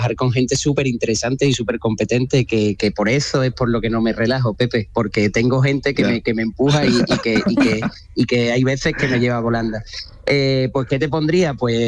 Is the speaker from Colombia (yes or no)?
no; Alcalá de Guadaíra, Andalusia, Spain